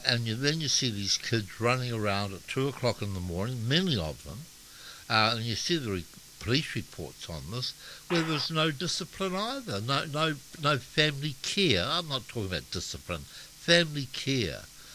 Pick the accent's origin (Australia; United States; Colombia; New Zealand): New Zealand; And one of those responsibilities is that we are not having children.